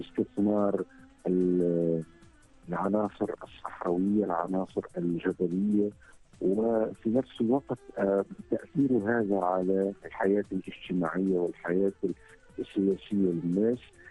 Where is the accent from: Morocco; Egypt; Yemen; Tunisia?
Tunisia; Gafsa, Gafsa Governorate; وأنا ابن الجنوب التونسي بمدينة قفصة، و ومدينة دفة أساساً، دفة حتى نقول، وهي مدينة عريقة